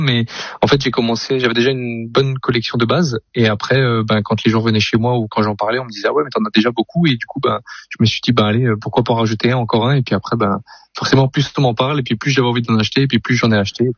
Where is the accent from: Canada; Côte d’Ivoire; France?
France; Grand Est